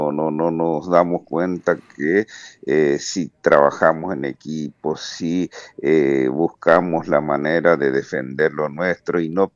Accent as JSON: {"language": "Spanish", "region": "Chaco", "country": "Argentina", "said": "soy chaqueño, pero por ese esquema que había antes de los sorteos y esas cosas para cumplir con el servicio militar obligatorio, bueno, me tocó el destino final en Montecaseros, Corrientes."}